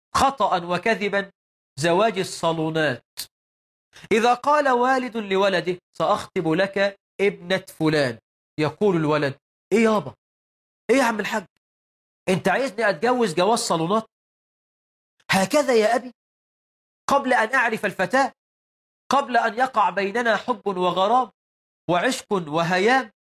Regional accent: Egypt; عندنا في مصر

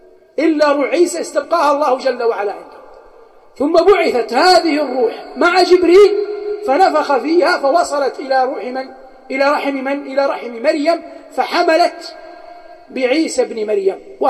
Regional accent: Hejaz, Saudi Arabia; عندنا في الحجاز

